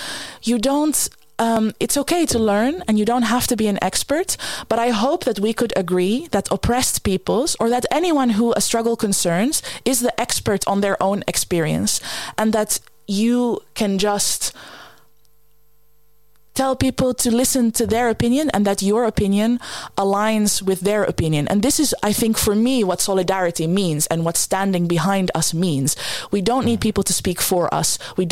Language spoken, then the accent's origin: English; Netherlands; I just as a sidebar, I grew up in the Netherlands where opinions are sacred.